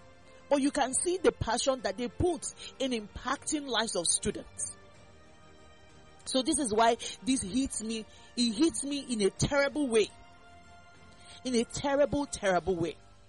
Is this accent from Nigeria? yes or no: yes; Nigeria; as a Nigerian